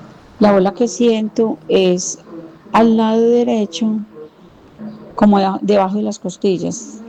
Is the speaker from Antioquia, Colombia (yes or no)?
yes; Bello, Antioquia, Colombia